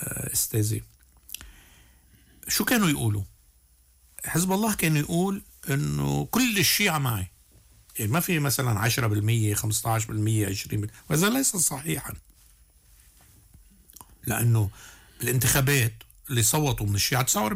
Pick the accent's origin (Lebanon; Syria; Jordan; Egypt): Lebanon; نحن مواطنين لبنانيين